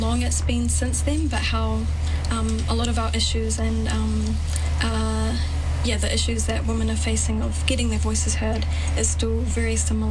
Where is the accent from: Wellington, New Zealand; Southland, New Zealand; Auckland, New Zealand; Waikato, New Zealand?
Waikato, New Zealand; Hamilton; 21, and born and raised in Hamilton Kirikiriroa.